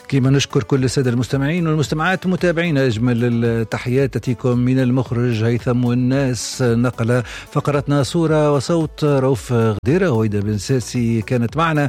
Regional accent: Tunisia; مبروك علينا كتونسيين

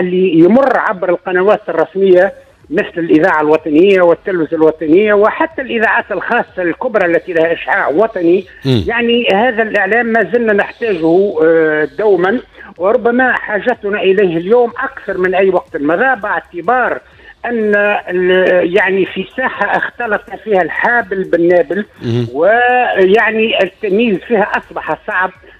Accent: Sidi Ali Ben Aoun, Sidi Bouzid, Tunisia; ولكن أنا في الحقيقة أصيل منطقة سيدي علي بن عون،

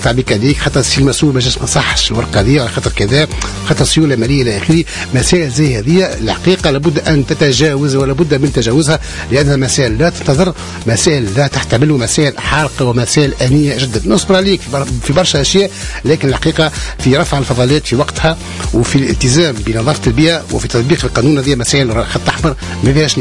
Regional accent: Tunisia; والنجم نخلو بلادنا تونس المزيانة الجميلة هذه تكون بالحق معناها مكان يستطاب فيه العيش.

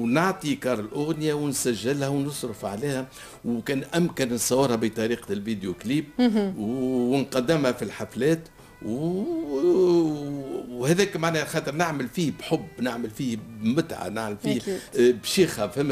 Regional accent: Tunisia; accent: Tunisian; نحن لهجتنا سهله اما لكن طريقة غنانا الغناء نتاعنا الأداء نتاعنا يختلف.

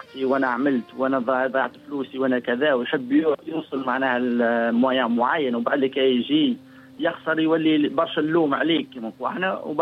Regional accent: Tunisia; moved away; also born or lived in United Kingdom; احنا جيت من بلاد من تونس اللغة معناها ما زلت نتهام معناها منش حافظ اللغة بالباهي

